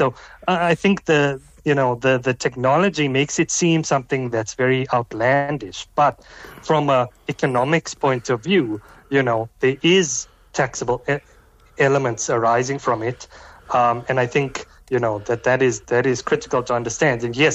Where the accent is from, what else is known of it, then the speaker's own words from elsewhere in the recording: South Africa; as a South African citizen